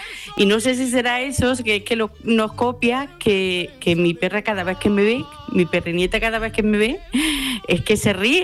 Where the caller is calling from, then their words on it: Bailén, Andalusia, Spain; de Bailén.